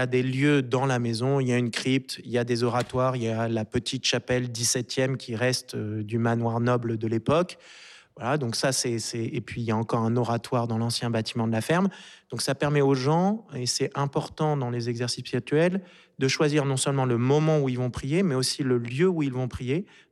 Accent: Marseille, Provence-Alpes-Côte d'Azur, France; j'ai grandi à Marseille, mais tous les étés, j'allais passer 2 mois dans les terres familiales entre Nantes et Ancenis

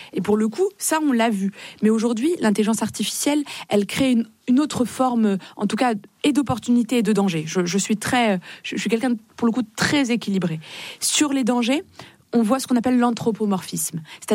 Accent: Morocco; now in France; moi, j'ai grandi au Maroc, dans un pays multiculturel, où musulmans, juifs, chrétiens, pour le coup, vivent ensemble, vivent profondément ensemble.

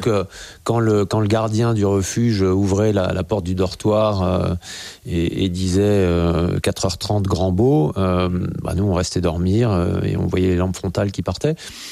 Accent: Grenoble, Auvergne-Rhône-Alpes, France; born there; puisque je suis né à Grenoble, donc il y avait le Sapet, les plateaux autour de Grenoble

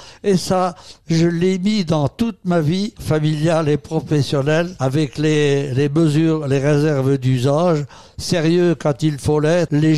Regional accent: Xivray-et-Marvoisin, Grand Est, France; born there; Je suis né à Xivray-Marvoisin, petit village dans la plaine de la Wavre, comme on dit, à une quinzaine de kilomètres de Commercy, d'une mère meusienne et d'un père immigré italien.

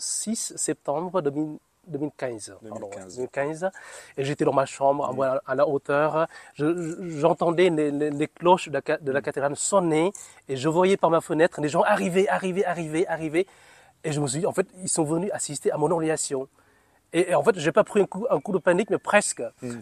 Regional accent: Northern Vietnam, Vietnam; now in France; Alors je viens du Vietnam, du nord du Vietnam, il y a presque 20 ans.

